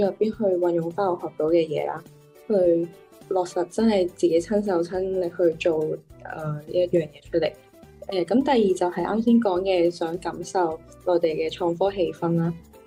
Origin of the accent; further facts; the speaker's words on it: Hong Kong; 我系嚟自香港嘅实习生